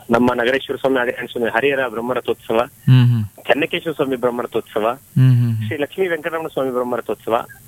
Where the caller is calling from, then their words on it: Vijayapura, Karnataka, India; ನಾಲ್ಕು ವರ್ಷದಿಂದ ವಿಜಯಪುರ, ದೇವನಹಳ್ಳಿ ತಾಲೂಕು ವಿಜಯಪುರ.